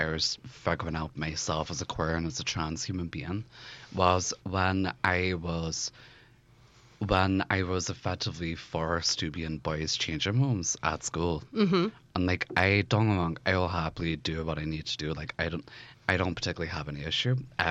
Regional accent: Belfast, Northern Ireland, United Kingdom; I believe myself growing up in Belfast and growing up when I did has definitely influenced how I even, for example, go about documenting my art nowadays.

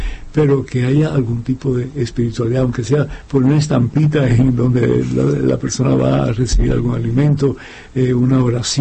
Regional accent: Cuba; moved away; cuando yo llegué de Cuba con mi hermano y después mis padres que llegaron 5 años más tarde

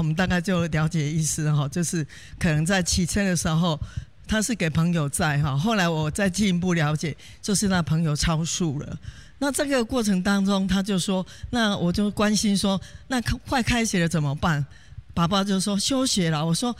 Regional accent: Taoyuan, Taiwan; 大家好，我来自桃园，

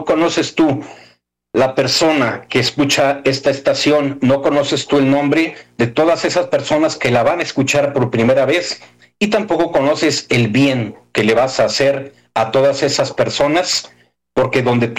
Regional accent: Mexico; desde tantos lugares del mundo, muchos somos de México, otros de otros países

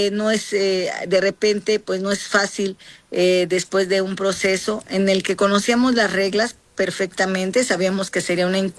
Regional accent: Mexico; dado que yo soy emanada o soy del pueblo afromexicano, soy costeña

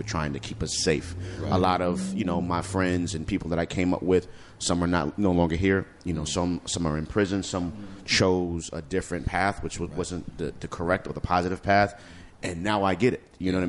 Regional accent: New York City, New York, United States; 169th, like you said, Washington Avenue, really tough neighborhood. They call my block the 9, not from 169th, but... Unfortunately, the 9, you know, due to gun violence, due to negativity. And that's, you know, the environment that I grew up in.

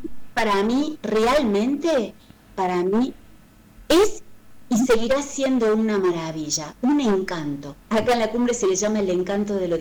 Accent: Córdoba, Argentina; born there; moved away as an adult; also born or lived in Buenos Aires; yo soy nacida en Córdoba capital, llegué aquí a los 24 años, vengo más de ciudad, de Buenos Aires

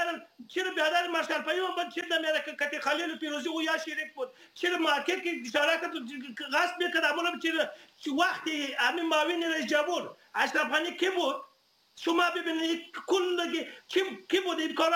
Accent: Afghanistan; من الان براتون میگم، من یک پشتون هستم

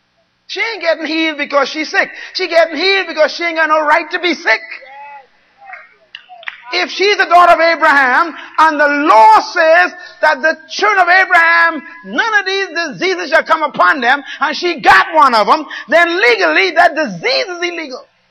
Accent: Bain Town, New Providence, Bahamas; born there; I was born in Baintown

